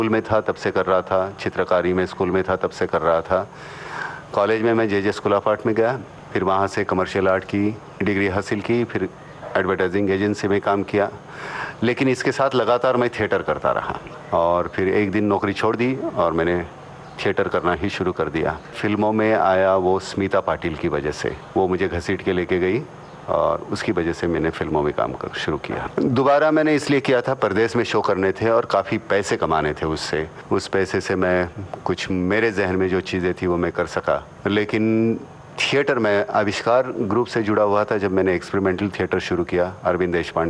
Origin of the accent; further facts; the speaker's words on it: Murud-Janjira, Maharashtra, India; नमस्कार मेरा बचपन गांव में बीता मुरूड़ जंजिरा में पहली से सातवीं तक